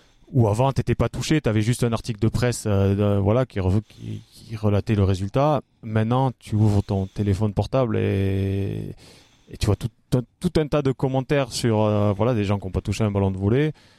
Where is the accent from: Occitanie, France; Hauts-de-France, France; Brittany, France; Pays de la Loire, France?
Occitanie, France; moved away; je vais rentrer dans l'Aveyron